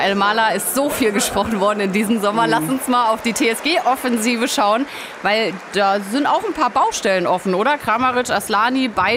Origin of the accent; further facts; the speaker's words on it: Saarland, Germany; Jetzt kommt ein Moment, auf den ich mich persönlich als Saarländerin sehr freue.